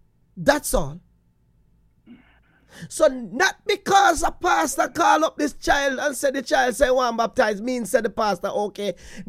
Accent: Portland Cottage, Clarendon, Jamaica; when I was a boy growing up in Portland Cottage in Clarendon

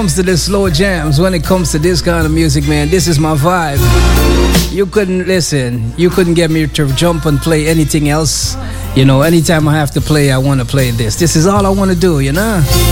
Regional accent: Guyana; I remember growing up in Guyana

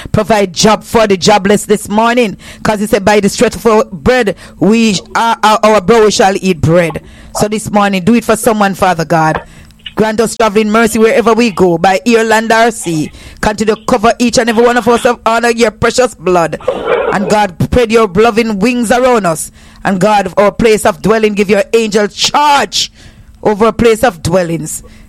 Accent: Jamaica; because me a Jamaican, we flag pretty.

